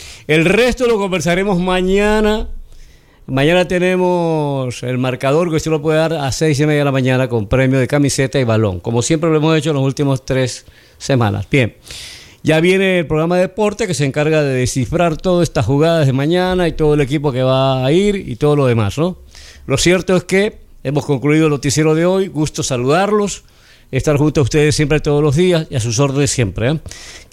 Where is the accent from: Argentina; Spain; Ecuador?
Ecuador